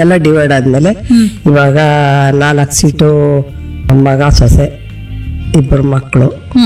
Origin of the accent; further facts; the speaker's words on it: Agathur, Karnataka, India; ನಮ್ಮೂರ ಹೆಸರು ಆಗತ್ತೂರು.